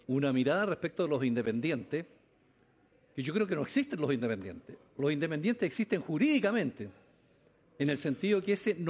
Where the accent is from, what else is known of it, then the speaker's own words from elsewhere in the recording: Chile; en Chile muchas veces hay un cierto orgullo malentendido de pensar que somos grandes, que somos los ingleses de América.